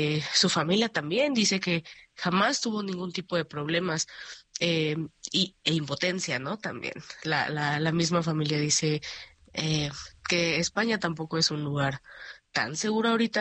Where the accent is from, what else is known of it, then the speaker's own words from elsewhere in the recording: Mexico; No afirmamos nosotras como mexicanas, pero tal vez también nosotras ya estamos un poco sesgadas porque aquí vivimos